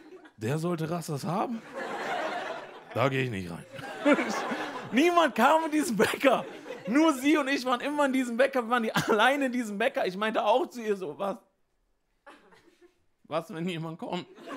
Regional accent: Emden, Lower Saxony, Germany; Ich gehe ganz in den Norden. Ich bin aufgewachsen in Emden.

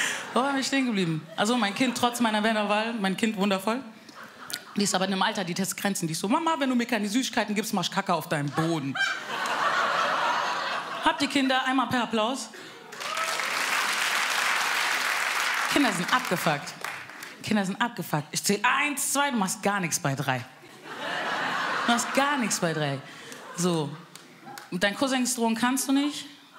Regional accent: Bavaria, Germany

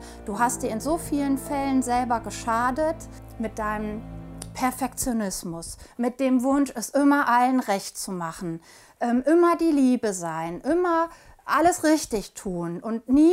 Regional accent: Hückeswagen, North Rhine-Westphalia, Germany; Ich bin im Bergischen Land groß geworden, in Hückeswagen. Ich habe in Wuppertal Kunst und Deutsch studiert, auf Lehramt.

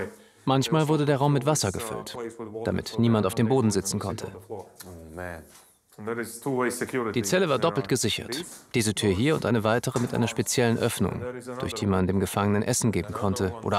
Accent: Riga, Latvia; Ich komme aus Riga in Lettland und erinnere mich noch gut an die Zeit der Barrikaden, als die Sowjetunion ums Überleben kämpfte.

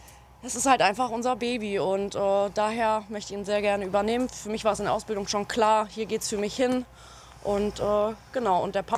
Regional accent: Bad Karlshafen, Hesse, Germany; Ich komme aus Bad Karlshafen, genau.

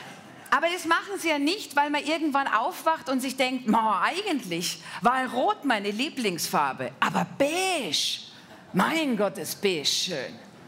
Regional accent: Bavaria, Germany; ich komme aus Bayern.

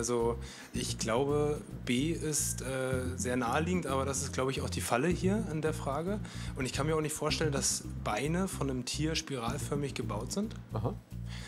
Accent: Bremen, Germany; Genau, wir kommen aus Bremen.

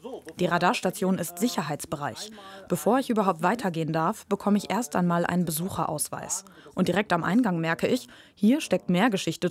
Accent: Auenhausen, Germany; Hier bin ich groß geworden. Auenhausen, mein Heimatdorf. Viel los ist hier nicht.

